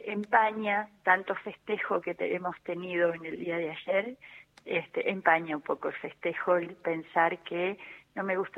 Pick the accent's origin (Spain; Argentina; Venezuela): Argentina; si queremos festejar que somos argentinos